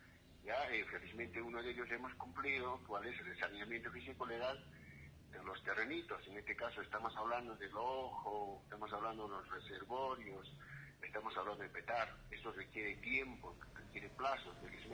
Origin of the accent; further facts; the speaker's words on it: Peru; yo soy del lugar. Yo soy del distrito de Cutulape, del centro poblado Chimbo.